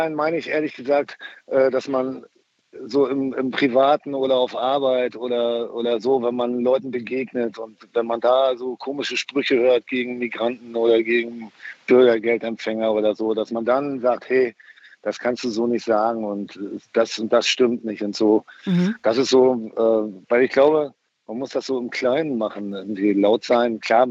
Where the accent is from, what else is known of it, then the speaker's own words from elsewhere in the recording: East Germany, Germany; Ich komme ja auch aus der DDR und ich komme auch nicht auf die Idee, so eine Partei zu wählen.